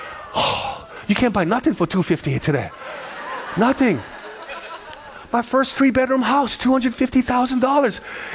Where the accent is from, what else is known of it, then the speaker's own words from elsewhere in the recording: Kalihi, Hawaii, United States; So we grew up in Kalihi. We lived in Kalihi.